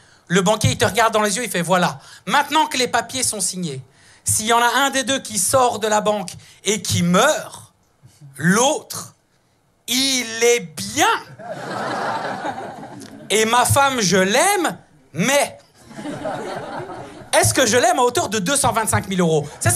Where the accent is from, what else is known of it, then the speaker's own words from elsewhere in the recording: Italy; je suis italien, hyper romantique